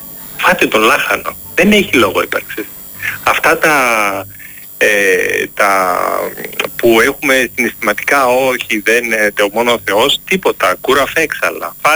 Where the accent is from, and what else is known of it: Greece; also born or lived in Athens; now in Germany